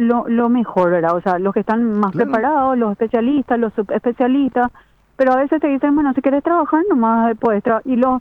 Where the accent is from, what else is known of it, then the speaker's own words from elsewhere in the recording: Paraguay; ¿Qué queremos nosotros como paraguayos?